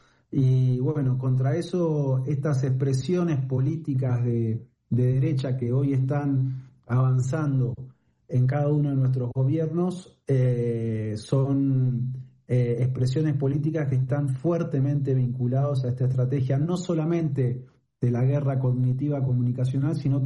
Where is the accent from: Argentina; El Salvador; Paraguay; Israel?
Argentina; yo soy argentino